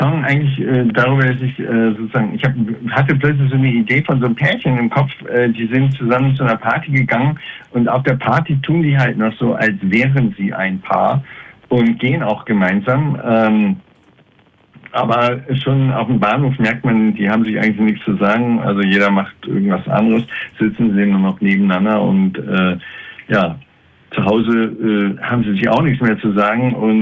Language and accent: German; Bremerhaven, Bremen, Germany; born there; Ich bin tatsächlich in Bremerhaven geboren und dann viel rumgekommen.